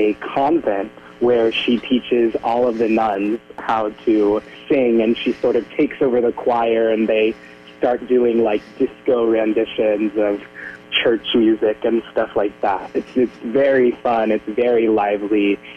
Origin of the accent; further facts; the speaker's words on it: Asheville, North Carolina, United States; I grew up in and around the Asheville area, doing theater in and around Asheville, primarily as an actor.